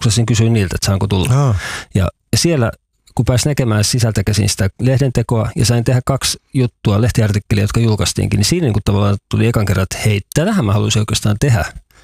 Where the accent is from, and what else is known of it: Vantaa, Uusimaa, Finland; now in Kainuu, Finland